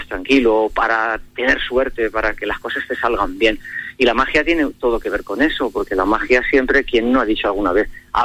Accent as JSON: {"language": "Spanish", "town": "Medina del Campo", "region": "Castile and León", "country": "Spain", "tie": "born or raised there", "also_born_or_lived": "Ávila", "said": "Los vecinos de aquí de Medina del Campo, yo vivía en la calle de Las Farolas."}